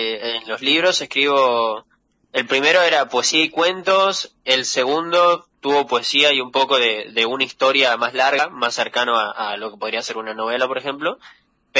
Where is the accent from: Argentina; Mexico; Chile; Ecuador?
Argentina; Paso de los Libres, Corrientes; moved away